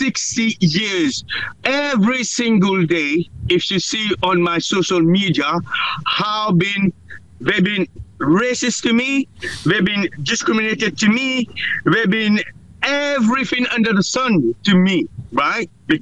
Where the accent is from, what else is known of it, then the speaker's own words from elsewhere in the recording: British Indian Ocean Territory; moved away; we are British Chagossian.